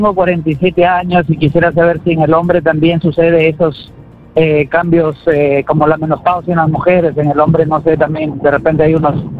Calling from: Chiclayo, Lambayeque, Peru

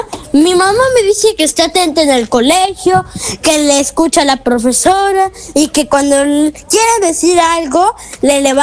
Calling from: Tacna, Peru; Y le hablo desde Tacna.

